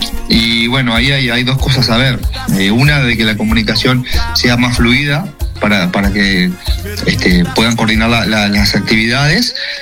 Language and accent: Spanish; Sarandí Grande, Florida, Uruguay; yo como sarandíes y como referente